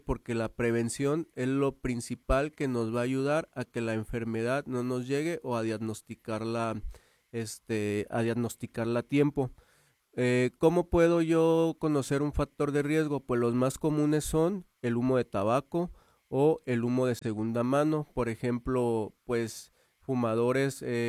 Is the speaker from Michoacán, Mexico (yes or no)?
yes; Peribán, Michoacán, Mexico; soy originario de Peribán